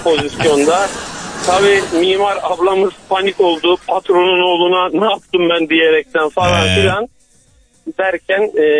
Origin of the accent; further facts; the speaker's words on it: Mersin, Turkey; ben Mersin'den.